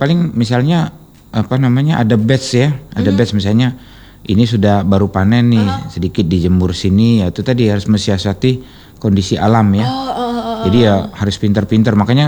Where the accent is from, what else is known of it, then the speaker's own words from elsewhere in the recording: Palembang, South Sumatra, Indonesia; Iya, lahir di Palembang.